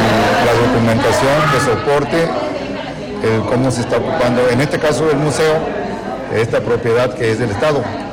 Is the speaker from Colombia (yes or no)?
no; Córdoba, Veracruz, Mexico; yo como cordobés pensé que era de nosotros los cordobeses.